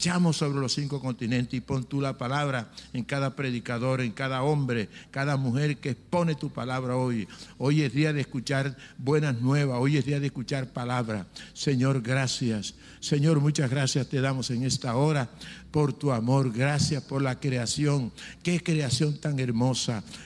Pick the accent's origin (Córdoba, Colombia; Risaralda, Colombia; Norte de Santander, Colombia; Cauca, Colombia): Córdoba, Colombia; Planeta Rica; born there; bendigo, Señor, la ciudad de Planeta Rica, la tierra que me vio nacer